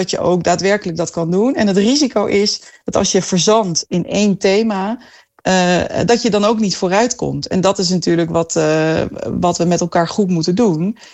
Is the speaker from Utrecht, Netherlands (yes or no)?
no; Veendam, Groningen, Netherlands; moved away as an adult; also born or lived in Randstad; ik kom uit Veendam.